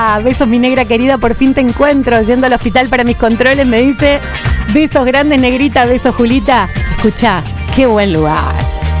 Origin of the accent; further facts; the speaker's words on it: Punta Alta, Buenos Aires Province, Argentina; Saben que soy de Punta Alta